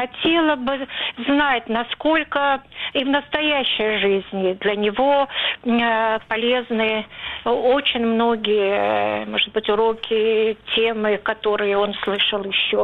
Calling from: Saint Petersburg, Russia; Я как петербурженка

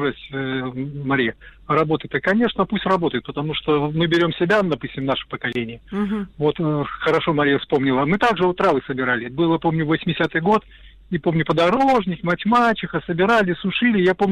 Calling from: Belarus; Мы из Белоруссии шли и шли на этот

